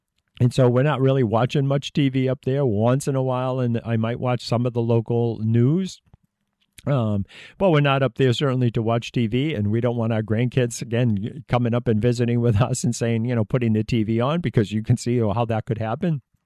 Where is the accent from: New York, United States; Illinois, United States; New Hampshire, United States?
New Hampshire, United States; Nashua; I am from Nashua, New Hampshire. I grew up here. I grew up in a city.